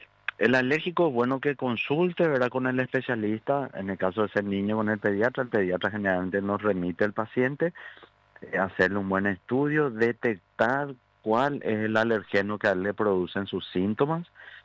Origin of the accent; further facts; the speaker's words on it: Paraguay; nosotros los paraguayos somos cachivacheros